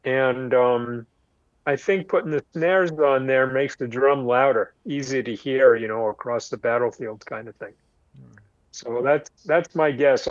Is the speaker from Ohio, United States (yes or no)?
no; New York, United States; I grew up in New York, and I went to Junior High School 127, Castle Hill Junior High School in the Bronx